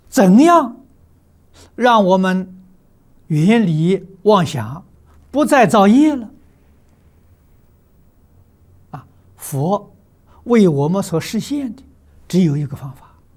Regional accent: China; 我们中国人讲二六啊

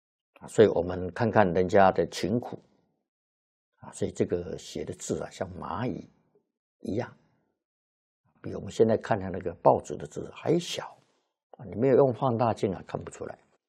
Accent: China; 我们中国人会对他非常感恩了

